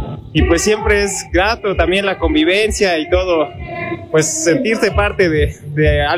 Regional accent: Guerrero, Mexico; now in Hidalgo, Mexico; Soy originario de Guerrero, pero pues ya ves, ¿no? Por acá.

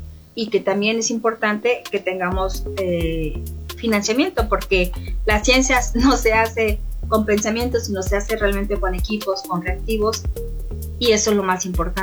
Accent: Veracruz, Mexico; now in Hidalgo, Mexico; yo soy originaria de Veracruz y que aquí no tengo a nadie

